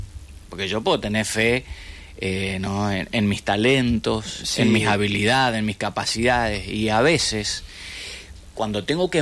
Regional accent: Chaco, Argentina; moved away; also born or lived in Los Angeles, California; Yo nací, como hablamos antes, en el Chaco, me crié en el Chaco y voy seguido al Chaco.

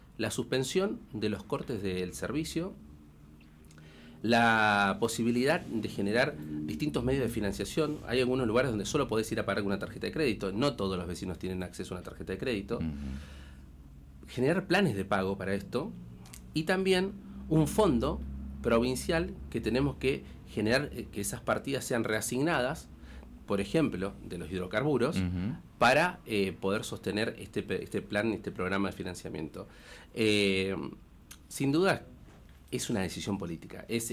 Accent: Caleta Olivia, Santa Cruz, Argentina; born there; yo que soy nacido en Caleta

